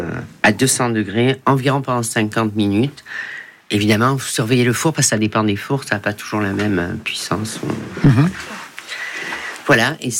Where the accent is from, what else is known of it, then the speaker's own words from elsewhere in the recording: Ajaccio, Corsica, France; born there; now in Marseille, France; Moi, je suis née à Ajaccio, mais ma région, c'est entre Ajaccio et Cargès